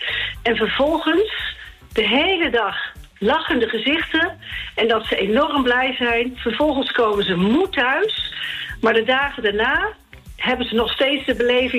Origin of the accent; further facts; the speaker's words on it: The Hague, South Holland, Netherlands; Ik ben in Den Haag geboren en op 10 minuten van het strand was ik altijd, heel veel op het strand.